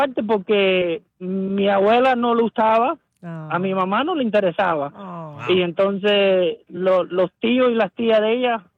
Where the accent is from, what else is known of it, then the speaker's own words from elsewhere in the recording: Cuba; la mujer mía es americana negra y yo soy cubano potorro.